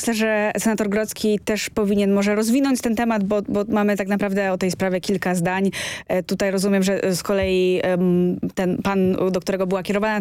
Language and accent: Polish; Rzeszów, Subcarpathian Voivodeship, Poland; born there; jestem z Krakowa, posłanką, ale urodziłam się w Rzeszowie.